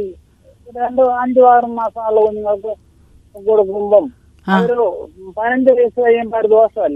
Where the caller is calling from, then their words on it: Krishnapuram, Kerala, India; ഞാൻ ആലപ്പുഴ … കൃഷ്ണപുരത്ത് നിന്നാണ് വിളിക്കുന്നത്.